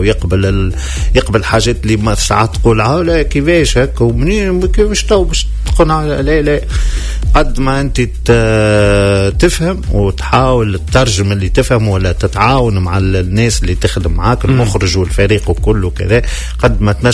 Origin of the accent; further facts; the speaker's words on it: Tunisia; السينما اللي عندنا في تونس